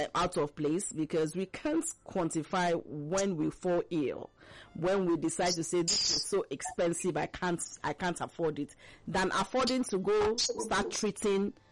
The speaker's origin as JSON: {"language": "English", "region": "southern Nigeria", "country": "Nigeria", "said": "I'm from the South, and our food is crayfish and fish, nothing more."}